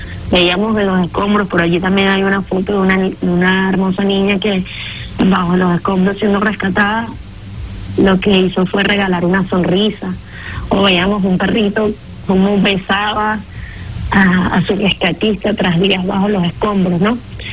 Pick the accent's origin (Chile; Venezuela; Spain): Venezuela; Como venezolanos y venezolanas, a seguir poniendo un granito de arena